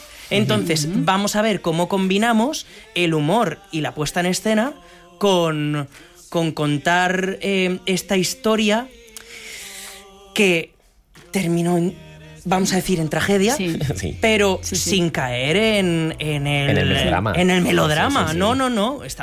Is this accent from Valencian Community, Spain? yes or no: yes; Valencian Community, Spain; Y más nosotros siendo valencianos, todo el equipo siendo valenciano.